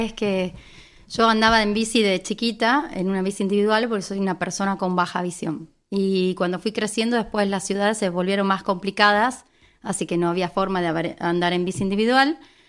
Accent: San Miguel de Tucumán, Tucumán, Argentina

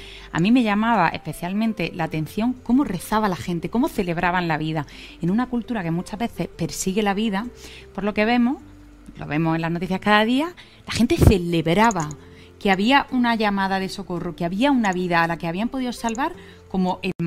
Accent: Granada, Andalusia, Spain; moved away as an adult; now in Argentina; ha habido terremotos en mi ciudad natal, Granada, donde vive mi familia.

